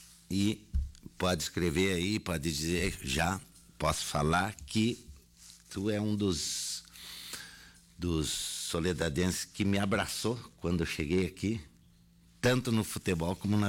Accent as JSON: {"language": "Portuguese", "town": "Chapecó", "region": "Santa Catarina", "country": "Brazil", "tie": "born there", "moved": "yes", "lives_now": "Rio Grande do Sul, Brazil", "said": "eu nasci no vizinho estado de Santa Catarina, em Chapecó."}